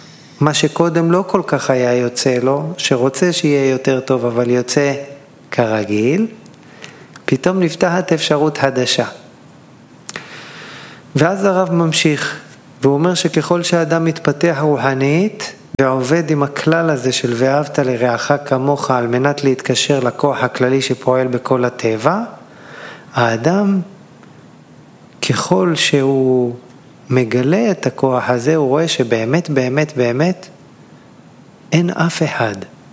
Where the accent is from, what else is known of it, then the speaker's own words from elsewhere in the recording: Elishiv, Central District, Israel; גדלתי בחוף מחמורת, אני מושבניק מאלישי ועמק הפר. שבוע שעבר הייתי במחמורת, חוף ילדותי.